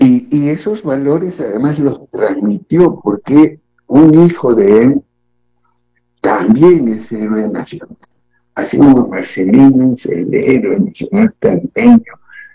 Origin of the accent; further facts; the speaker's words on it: Lima, Peru; also born or lived in Tacna; yo, a Dios gracias, nací en Tacna, pero muy bien me llevaron a Lima. Y cuando regresé a Tacna, a los 20 y tantos años